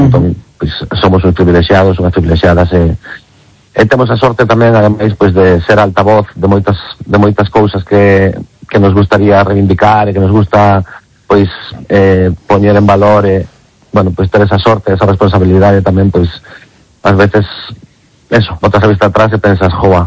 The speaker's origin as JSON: {"language": "Galician", "region": "Galicia", "country": "Spain"}